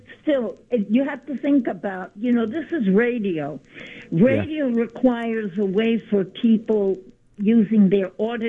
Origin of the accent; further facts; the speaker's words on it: Cuba; now in United States; I've been listening to the station since I came from Cuba. That was about 5 decades ago.